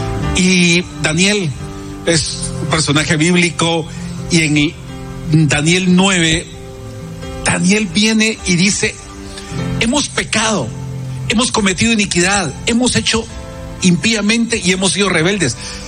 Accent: Guatemala; Pedimos perdón como guatemaltecos

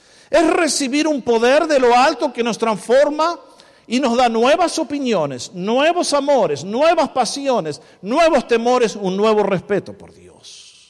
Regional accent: Argentina; Yo soy pastor argentino, perfecto, como se imagina, pero no tengo el poder de hacer nada de eso por ustedes.

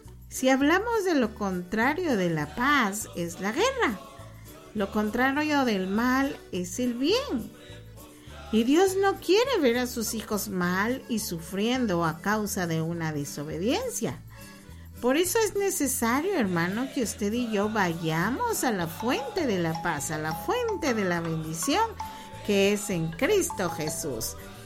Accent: Chimaltenango, Guatemala; nosotros somos de Chimaltenango, pero ahora andábamos allá por Sololá.

